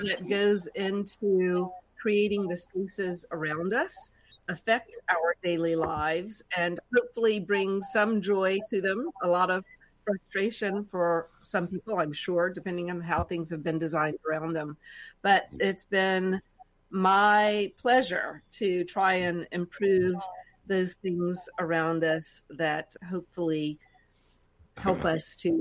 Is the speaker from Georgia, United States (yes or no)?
yes; Atlanta, Georgia, United States; now in New York, United States; I have been in New York since, 2007. So almost 20 years now, but I'm from Atlanta